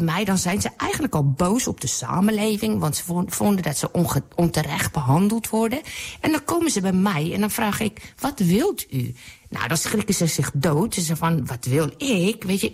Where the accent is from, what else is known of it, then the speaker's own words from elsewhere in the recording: South Africa; Nou, ik kom natuurlijk uit Zuid-Afrika.